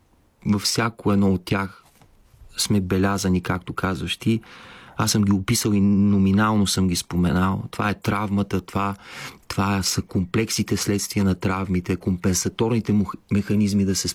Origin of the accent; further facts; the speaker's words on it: Gabrovo, Gabrovo Province, Bulgaria; моят роден град Габрово беше столицата на тая родина.